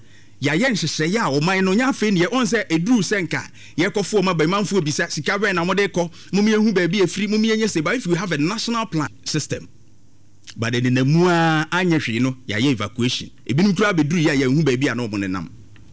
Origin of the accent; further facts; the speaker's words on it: Ghana; You see, Ghanaians are not timid. We may be slow to anger, but when we are pushed, we act decisively.